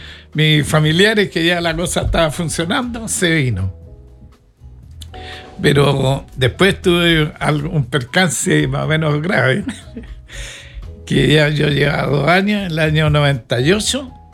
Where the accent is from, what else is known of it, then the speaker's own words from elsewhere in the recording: Concepción, Biobío, Chile; moved away as an adult; yo soy de Concepción y en Concepción trabajaba en una empresa americana.